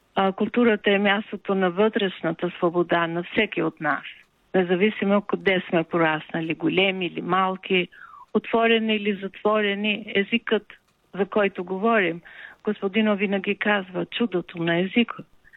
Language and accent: Bulgarian; Tirana, Tirana County, Albania; Странно, но аз съм се чувствала различна от моите връстници в Тирана, в родното ми място. И когато стъпих на земята на майка ми на 18 години, и тогава разбрах и усетих тобруджанските равнини